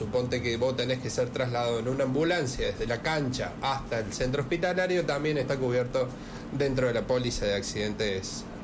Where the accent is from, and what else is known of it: Argentina